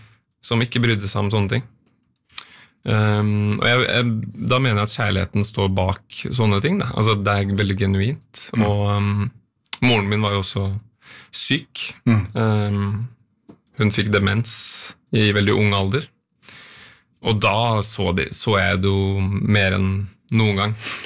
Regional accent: Oslo, Norway; Jeg vokste også opp på Grorud.

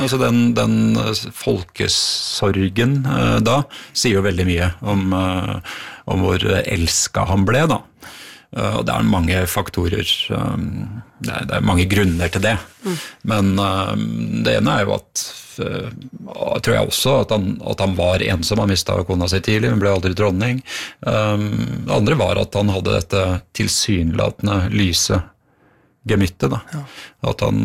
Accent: Bjerkvik, Nordland, Norway; Jeg hadde 4 år av barndommen i Bjerkvik, innerst i Ofotfjorden.

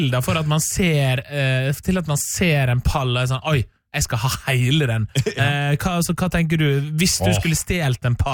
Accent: Western Norway, Norway; moved away; Bare akkurat der jeg er fra.

